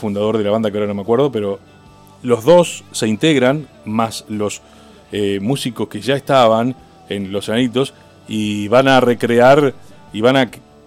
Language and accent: Spanish; Argentina; somos prejuiciosos los argentinos